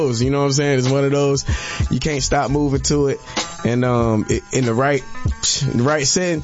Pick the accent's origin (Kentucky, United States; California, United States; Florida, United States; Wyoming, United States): Florida, United States; born there